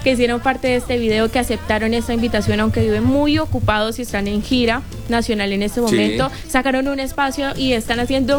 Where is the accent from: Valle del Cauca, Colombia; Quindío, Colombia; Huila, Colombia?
Huila, Colombia